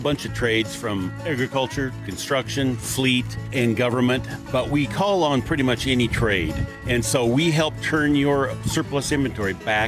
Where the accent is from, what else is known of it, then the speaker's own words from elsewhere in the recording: Iowa, United States; now in Omaha, United States; And just the fact that we're in Yankton today, and it's a smaller community where I come from, growing up in Northwest Iowa, but currently live in Omaha